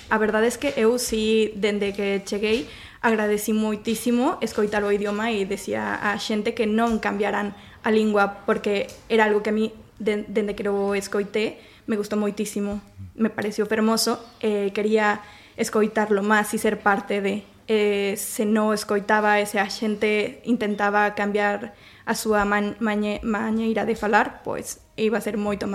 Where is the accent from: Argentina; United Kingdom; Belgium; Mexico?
Mexico; Galician is a second language; now in Spain; Eu son mexicana.